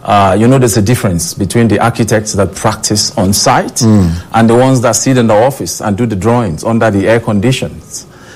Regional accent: Nigeria; born or raised there

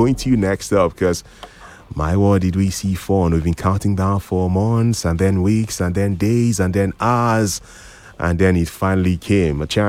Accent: Calabar, Cross River, Nigeria; I grew up in Calabar.

